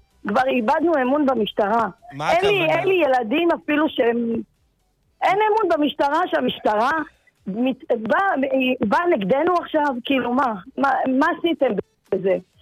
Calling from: Ashkelon, Southern District, Israel; מירושלים, אני מאשקלון.

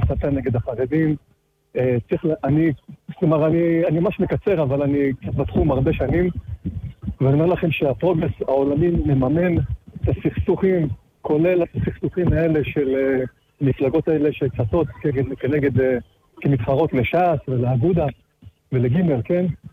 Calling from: Petah Tikva, Central District, Israel; פתח תקווה.

